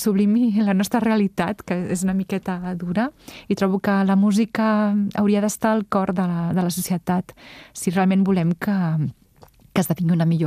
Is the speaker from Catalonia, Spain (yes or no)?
yes; Catalonia, Spain; now in Paris, France